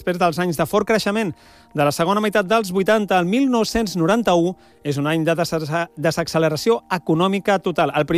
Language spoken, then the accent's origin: Catalan; Barcelona, Catalonia, Spain